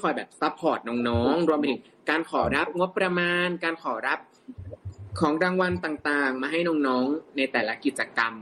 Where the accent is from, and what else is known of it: Phayao, Thailand